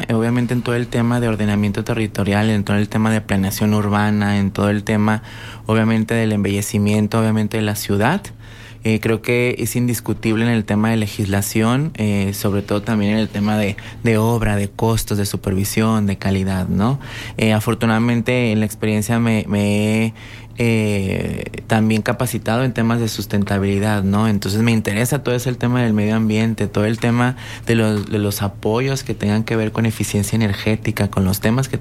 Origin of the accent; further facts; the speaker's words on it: Torreón, Coahuila, Mexico; yo nací en el Distrito 8, mi trabajo está en el Distrito 8 y realmente mis clientes son del Distrito 8, ¿no? Mis amistades, mis amigos, mi familia, incluso, ¿no? Entonces, realmente la zona o el área como tal, pues la conozco perfectamente, al igual que Torreón